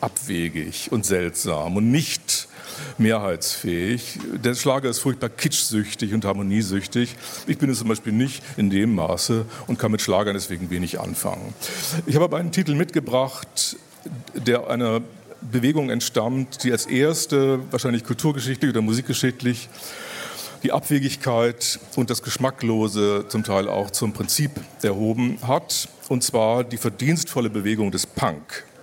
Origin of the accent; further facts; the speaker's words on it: Bremen, Germany; Also ich komme ja aus Bremen